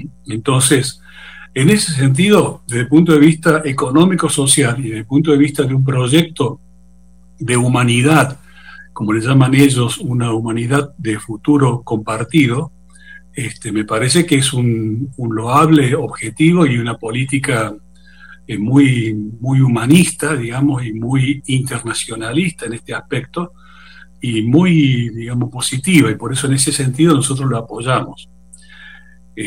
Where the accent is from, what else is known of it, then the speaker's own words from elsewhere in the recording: Argentina; nosotros somos marxistas, leninistas, argentinos, sanmartinianos, latinoamericanos y caribeños